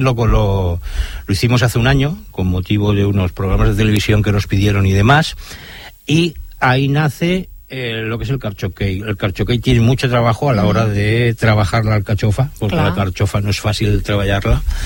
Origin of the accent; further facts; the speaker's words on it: Sant Boi de Llobregat, Catalonia, Spain; San Boi, mi pueblo